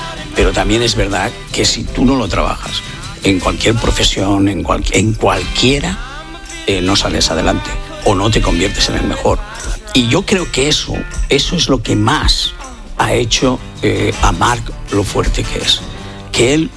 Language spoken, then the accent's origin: Spanish; Barcelona, Catalonia, Spain; Como españoles, como catalanes, como de Barcelona